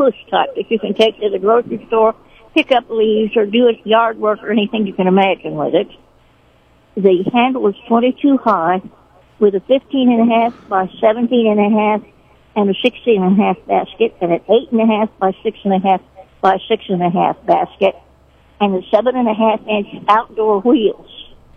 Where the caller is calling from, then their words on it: Sedalia, Missouri, United States; I'm calling you from Sedalia.